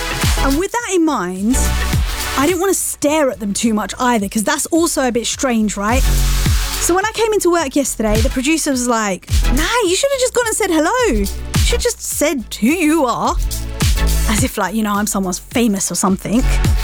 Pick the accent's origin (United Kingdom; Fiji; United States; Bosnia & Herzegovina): United Kingdom; London; I was coming into work here in Birmingham, and I'm actually from London.